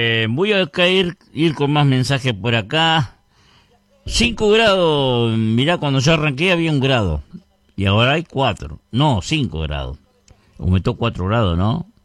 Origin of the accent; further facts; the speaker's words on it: Uruguay; moved away; Nacido y criado allí en La Picada, yo, qué lindos recuerdos. Cada vez que voy ahí a La Picada, me quiero quedarme a vivir ahí, porque ahí está mi infancia, mi adolescencia. Ahí vivieron mis padres y nos criamos con nuestros